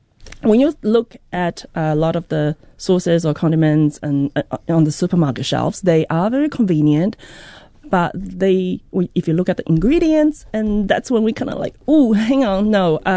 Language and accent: English; Taipei, Taiwan; now in Auckland, New Zealand; Growing up in Taipei.